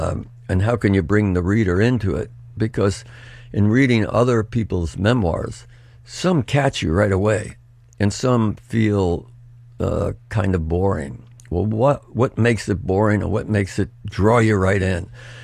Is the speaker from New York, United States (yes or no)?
yes; Bronx, New York, United States; When I was a young kid growing up in the Bronx, my mother would stay up all night reading in this little apartment